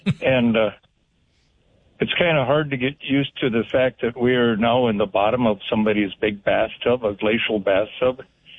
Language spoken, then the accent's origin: English; southern Wells County, North Dakota, United States; moved away as an adult; I'm not a transplant of North Dakota. I grew up out in the central part, southern Wells County. And there, it's a rolling terrain.